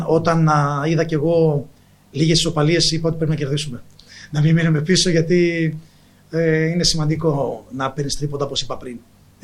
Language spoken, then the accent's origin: Greek; Northern Greece, Greece; now in Komotini, Greece; αν και εγώ είμαι από τη Βόρεια Ελλάδα